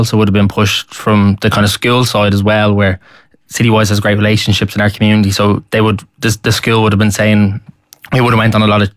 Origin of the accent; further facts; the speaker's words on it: Dublin, Leinster, Ireland; I grew up in Talla. My man and I are both Talla heads, and we grew up kind of in an area just kind of West Talla, just on the periphery of Jobstown.